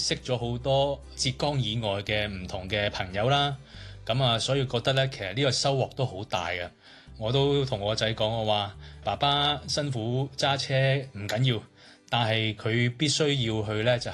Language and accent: Cantonese; Hong Kong; now in China; 我哋香港人